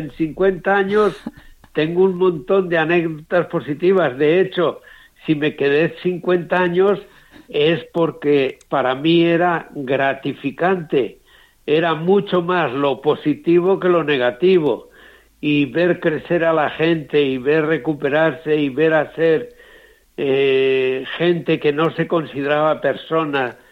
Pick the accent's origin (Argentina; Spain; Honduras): Spain; Castile and León; moved away; also born or lived in Peru; de mi pueblo natal, de Villeza de las Matas.